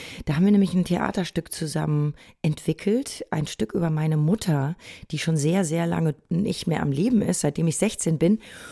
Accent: Bad Salzuflen, North Rhine-Westphalia, Germany; now in Berlin, Germany; in meiner Kindheit und Jugend in Bad Salzuflen, in so einer Kleinstadt, da gibt's ja auch nicht so viele Angebote

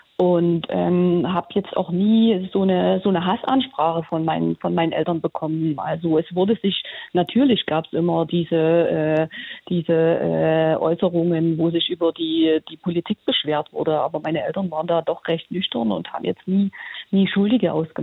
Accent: eastern Germany, Germany; Ich bin hier aufgewachsen, ich lebe hier und habe die Region eigentlich außer zum Studium nie verlassen, habe auch mein ganzes Berufsleben hier verbracht.

